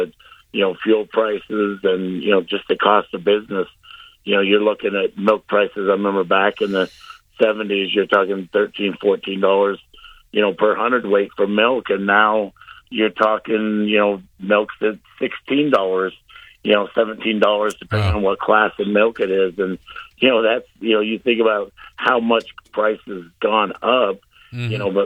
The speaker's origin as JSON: {"language": "English", "region": "Wyoming", "country": "United States", "tie": "born or raised there", "also_born_or_lived": "Nebraska", "moved": "as an adult", "lives_now": "Utah, United States", "said": "being in the Midwest and growing up in Western Wyoming, we grew up on a dairy farm."}